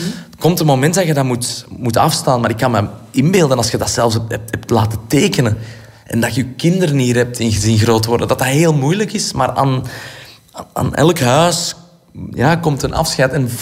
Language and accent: Dutch; Antwerp, Flanders, Belgium; Ik kan me niet inbeelden dat ik niks in Antwerpen heb. Ik kom uit Café Den Engel. En ik zie na al die jaren nog altijd die toren staan.